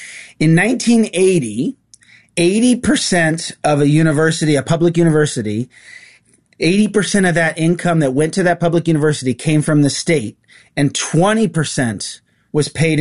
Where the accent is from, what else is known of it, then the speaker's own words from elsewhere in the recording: California, United States; so I grew up in California. My parents are the product of California state universities.